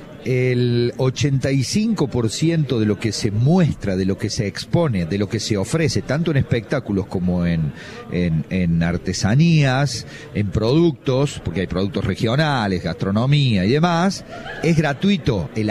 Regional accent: Jesús María, Córdoba, Argentina; Somos de Jesús María

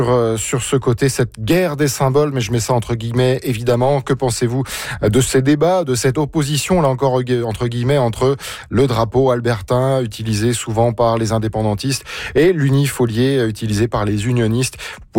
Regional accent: France; Bon, alors moi, en tant que Français, hein, vous le savez, nous, on a le drapeau tricolore

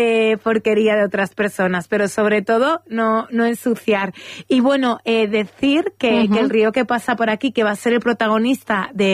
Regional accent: Manzanares, Castilla-La Mancha, Spain; born there; now in Ciudad Real, Spain; yo como nací en Manzanares me conocía más esa zona.

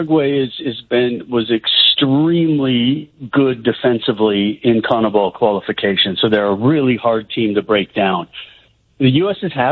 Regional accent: United States; as an American, former international

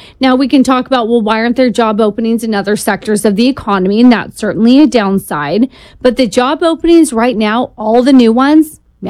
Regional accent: California, United States; And I'm from California.

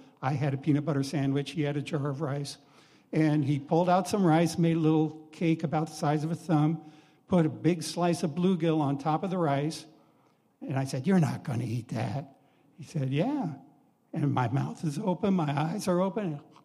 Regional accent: Alton, Illinois, United States; near my hometown of Alton, Illinois

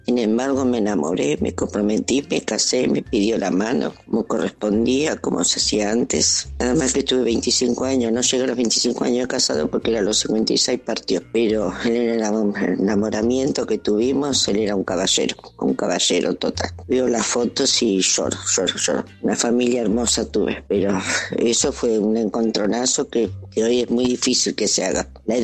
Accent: Lomas de Zamora, Buenos Aires Province, Argentina; Luisita querida … de Loma de Zamora.

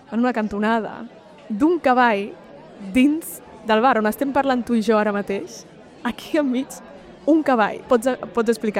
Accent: Catalonia, Spain; jo com a catalana

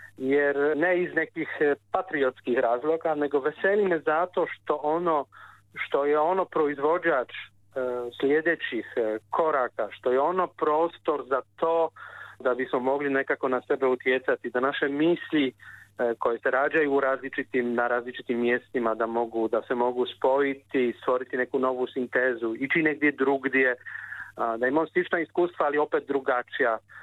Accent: Kraków, Lesser Poland, Poland; mi smo obojica iz Krakova i znamo se iz nekih tako reći ne nužno profesionalnih sredina

